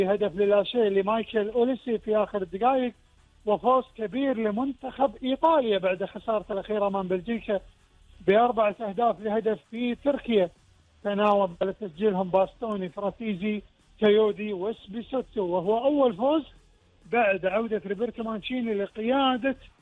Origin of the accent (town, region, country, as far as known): Kuwait